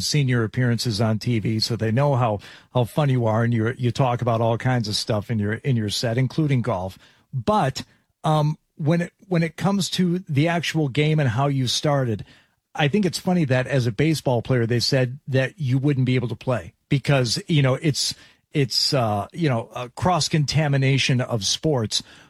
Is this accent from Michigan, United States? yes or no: yes; Detroit, Michigan, United States; I grew up in Detroit.